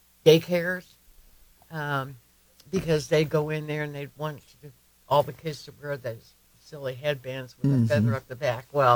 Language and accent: English; Oklahoma, United States; even though I'm Choctaw from Oklahoma